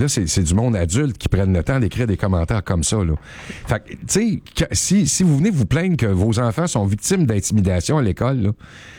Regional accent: Quebec, Canada; juste chez nous au Québec

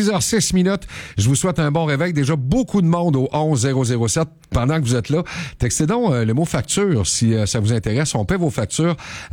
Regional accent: Drummondville, Quebec, Canada; Moi, je suis de Drummondville.

